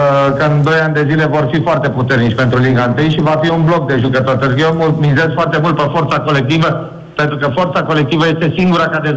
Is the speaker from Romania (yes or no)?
yes; Romania